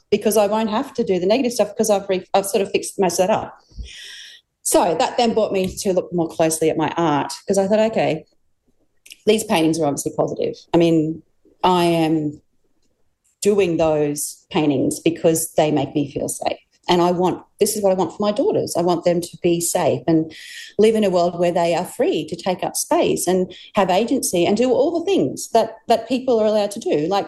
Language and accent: English; Moranbah, Queensland, Australia; my growing up in Moranbah really had a big impact on me, and I always thought growing up in Moranbah was a very positive experience.